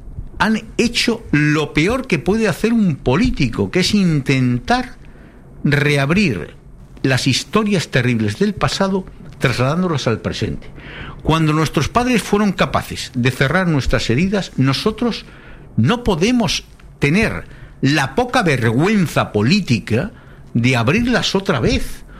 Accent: Spain; nosotros somos españoles

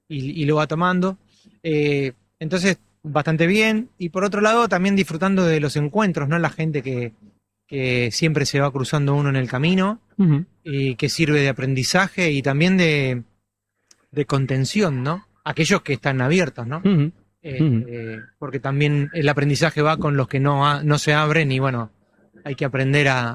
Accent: Santa Fe, Argentina; born there; moved away as an adult; soy nacido en el centro, en Santa Fe, en la provincia, en Rosario, cerca de Rosario, de donde es Messi.

